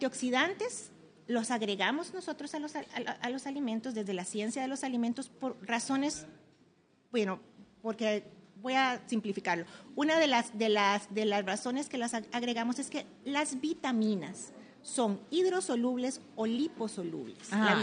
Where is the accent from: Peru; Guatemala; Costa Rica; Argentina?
Costa Rica; soy de Costa Rica. ¿Eh? En mi país tiembla mucho, aquí tiembla mucho.